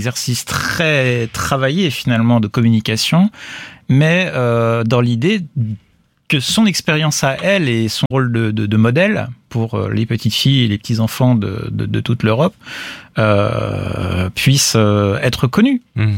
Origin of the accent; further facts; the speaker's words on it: France; now in Germany; mon enfance à Cannes-sur-Mer.